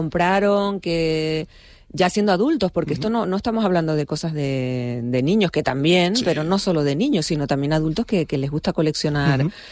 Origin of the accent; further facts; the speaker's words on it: La Palma, Canary Islands, Spain; yo que soy de La Palma